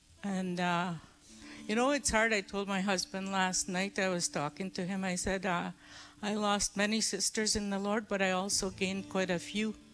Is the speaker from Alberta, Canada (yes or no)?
no; Dauphin River, Manitoba, Canada; our names are … we're from Dauphin River, Manitoba. So it's 4 hours from Winnipeg after we get off the plane.